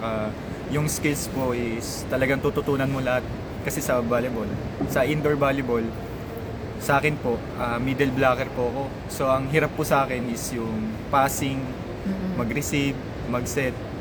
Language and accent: Tagalog; Meycauayan, Central Luzon, Philippines; Mikawayan, Bulacan.